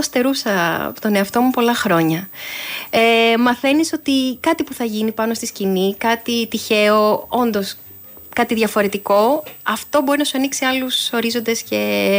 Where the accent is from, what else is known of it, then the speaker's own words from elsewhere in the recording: Lamia, Central Greece, Greece; also born or lived in Pyrgos; έζησα 5 χρόνια στον Πύργο Ηλίας, ναι. και μετά πάλι στη Λαμία.